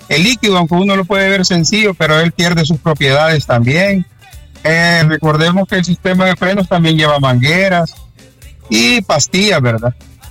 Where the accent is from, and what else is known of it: El Salvador